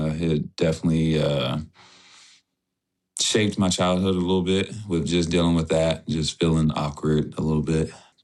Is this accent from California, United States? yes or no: no; Houston, Texas, United States; Yeah. So born and raised Houston, Texas.